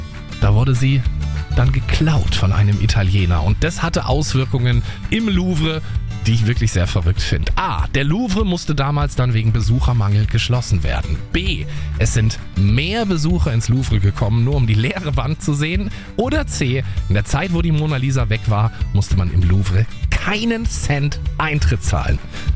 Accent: Eutin, Schleswig-Holstein, Germany; born there; Ich bin in Eutin geboren. Habe in Travemünde gelebt 2 Jahre lang.

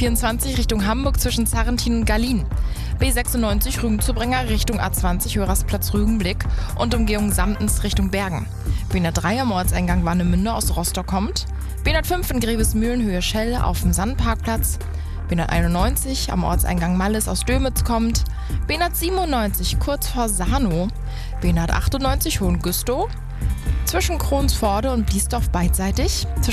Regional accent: Ireland; Meiner Heimat.

